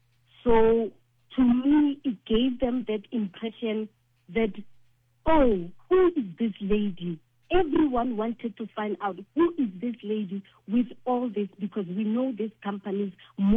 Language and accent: English; Limpopo, South Africa; I come from the Tubatsefetakgomo municipality, where they normally used to call it Ausumpo, that is a platinum city